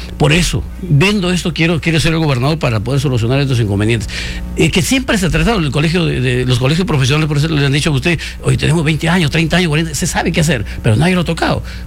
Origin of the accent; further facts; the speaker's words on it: Huarmaca, Piura, Peru; Yo vengo de una parte muy difícil, yo soy de Huarmaca, de la Sierra de Piura.